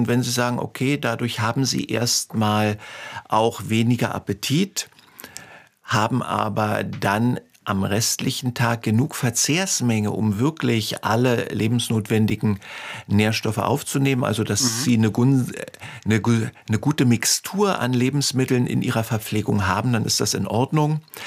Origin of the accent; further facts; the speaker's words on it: Berlin, Germany; Ich komme ja nun aus Berlin